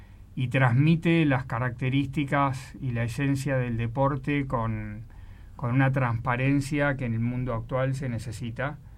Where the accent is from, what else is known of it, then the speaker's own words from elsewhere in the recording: Argentina; para nosotros como argentinos